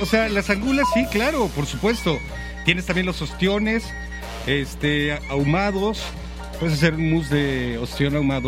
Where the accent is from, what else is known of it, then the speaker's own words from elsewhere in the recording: San Ángel, Mexico City, Mexico; No, yo soy de San Ángel. Allá. O lo que sería Torres de Miscuac también.